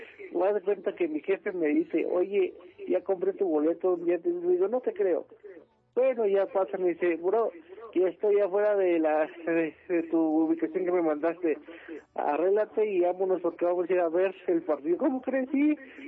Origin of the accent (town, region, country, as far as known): Tulancingo, Hidalgo, Mexico; born or raised there